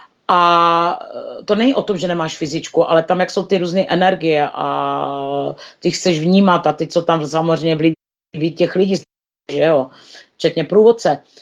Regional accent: Moravia, Czechia; My jsme z Moravy.

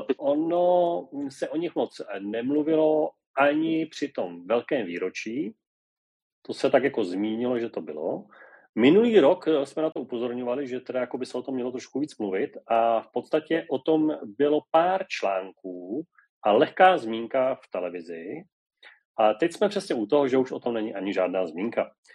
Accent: Český Krumlov, South Bohemian Region, Czechia; moved away; my s Vojtou jsme sice oba z Českého Krumlova, ale každý se nacházíme jinde teď a docela daleko od sebe

